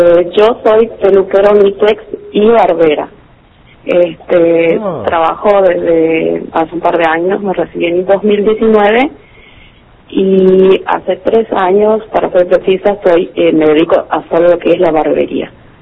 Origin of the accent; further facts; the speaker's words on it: Las Lomitas, Formosa, Argentina; Yo soy de acá de Las Lomitas.